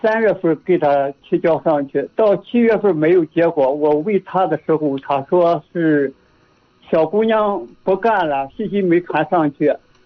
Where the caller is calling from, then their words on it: Ruicheng, Shanxi, China; 我是山西芮城